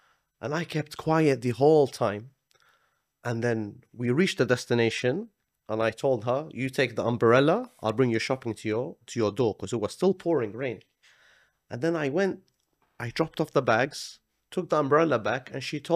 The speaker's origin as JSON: {"language": "English", "country": "Iraq", "moved": "yes", "lives_now": "United Kingdom", "said": "\"No, I'm Iraqi.\""}